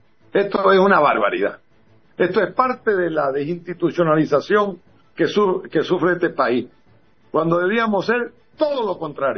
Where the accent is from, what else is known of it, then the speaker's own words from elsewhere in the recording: Santa Cruz, Bolivia; como siempre somos los bolivianos y los cruceños